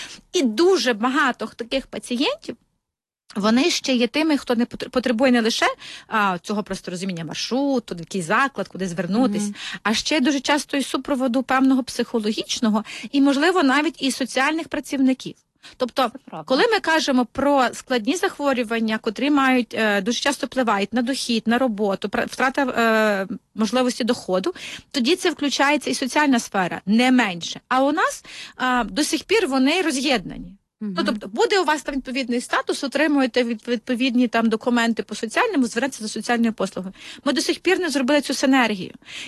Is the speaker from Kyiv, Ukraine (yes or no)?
yes; Kyiv, Ukraine; Ми, як кияни, виділяємо кошти